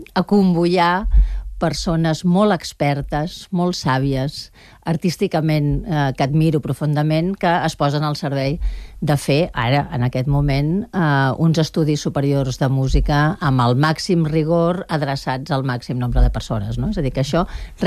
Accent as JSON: {"language": "Catalan", "town": "Barcelona", "region": "Catalonia", "country": "Spain", "said": "jo soc de Nou Barris"}